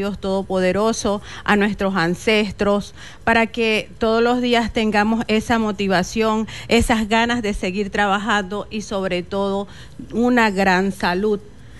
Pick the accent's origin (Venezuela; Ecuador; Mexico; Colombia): Venezuela; Zulia; Esta comunidad muy especial para mí, pues nací allí, crecí allí, mi pueblo indígena Yupa, una de las comunidades más grandes de la Sierra de Perijá.